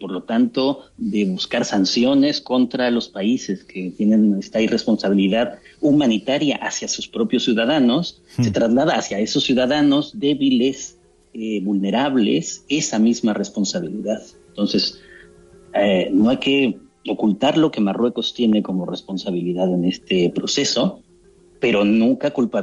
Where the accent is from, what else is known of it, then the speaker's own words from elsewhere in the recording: Mexico; aunque yo soy mexicano, aunque también sea español, el imaginario que tengo más cerca es el de la frontera de México con Estados Unidos.